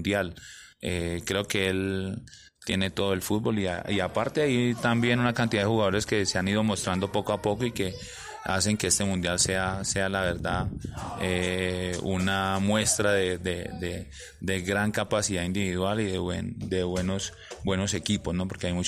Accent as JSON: {"language": "Spanish", "country": "Colombia", "said": "uno como colombiano"}